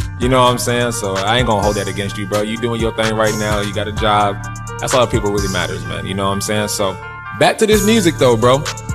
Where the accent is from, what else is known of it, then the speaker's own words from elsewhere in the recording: the South, United States; moved away; I'm from the South, and, you know, I'm all about warm weather and warmth